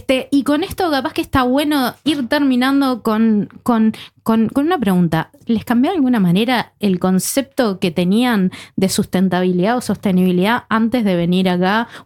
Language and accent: Spanish; Uruguay; Aunque yo como uruguaya